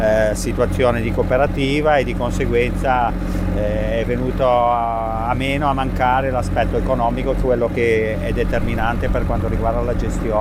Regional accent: Camogli, Liguria, Italy; born there; Devo dire che sono nato a Camogli, ho vissuto la mia barchetta e quindi direi che la pesca ce l'ho dentro.

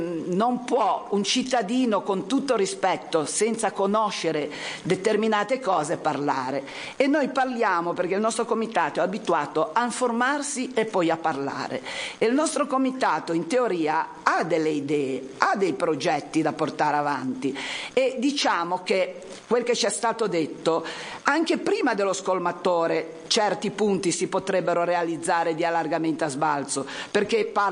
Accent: Genoa, Liguria, Italy; come cittadini della Val Bisagno, come attività commerciali che vivono e lavorano e sono cresciute e nate in Val Bisagno

